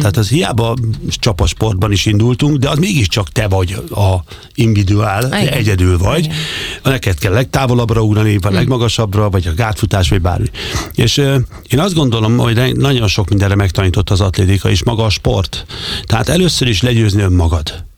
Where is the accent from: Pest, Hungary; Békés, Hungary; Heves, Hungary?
Békés, Hungary; Gyula; mikor gyerekként ugye kerestem a helyemet Gyulán, ahol én felnőttem, a Gyulán az atlétika élet az magas színvonalú volt